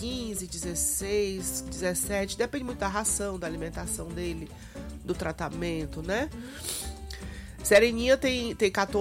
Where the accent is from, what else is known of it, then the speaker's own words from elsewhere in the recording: Bahia, Brazil; Pro Senhor do Bonfim, eu falei, não sou turista. Nascida e criada na Bahia.